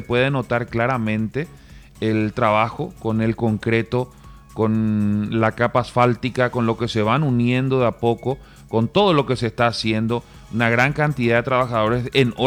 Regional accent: Asunción, Paraguay; Muchas veces hacemos la salida para los que somos de Asunción, hacemos la salida aquí por Falcón.

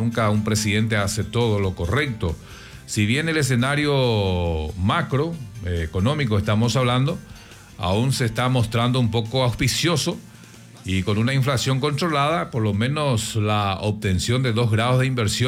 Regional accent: Paraguay; nuestro país, la República del Paraguay

